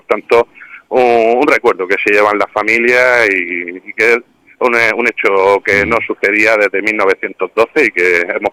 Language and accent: Spanish; Region of Murcia, Spain; celebrando que somos la playa de Murcia, celebrando la unión entre la huerta y el mar